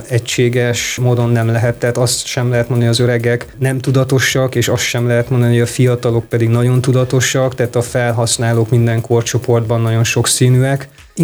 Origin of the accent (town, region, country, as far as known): Hungary